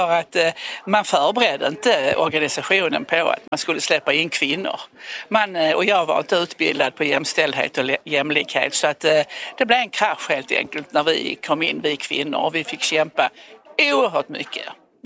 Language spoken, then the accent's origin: Swedish; Borrby, Skåne, Sweden; now in Ystad, Sweden; Ja, jag beskrev ju min uppväxt i den här lilla byn Borby på Österlen där jag växte upp.